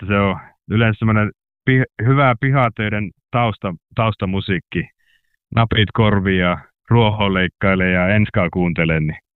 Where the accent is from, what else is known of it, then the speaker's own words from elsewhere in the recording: Suolahti, Central Finland, Finland; Mä vartuin tuolla Keski-Suomessa Suolahdessa Jyväskylän pohjoispuolella ja siellä oli kovat menot käynnissä aina.